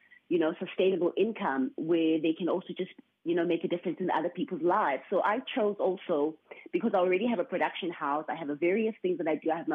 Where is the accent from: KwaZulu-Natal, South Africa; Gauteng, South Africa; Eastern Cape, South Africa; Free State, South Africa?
KwaZulu-Natal, South Africa; Durban; born there; So I was born in Durban, firstly. My mom had me in Durban and I was raised in a church, the same church that my mom was buried at. And we really lived, it's like the rural areas. I come from the rural background.